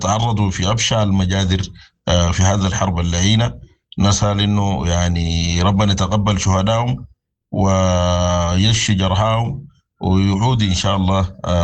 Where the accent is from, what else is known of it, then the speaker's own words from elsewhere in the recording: Sudan; عليهم أن يعوا الدرس تماما وأنه ما عاد آلية البندقية أن تحل معضلة في بلادنا السودان.